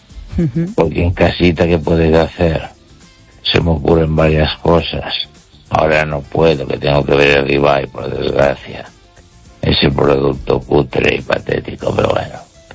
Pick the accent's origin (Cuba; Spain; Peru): Spain; Catalonia; Spanish is a second language; Y ahora soy escritor español, catalán en expresiones que española.